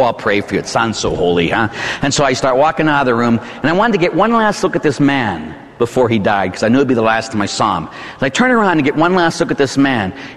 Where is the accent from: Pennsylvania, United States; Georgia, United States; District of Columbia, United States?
Pennsylvania, United States; Pittsburgh; born or raised there